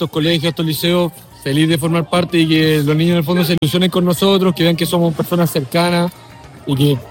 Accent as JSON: {"language": "Spanish", "town": "Concepción", "region": "Biobío", "country": "Chile", "said": "Yo soy de Concepción"}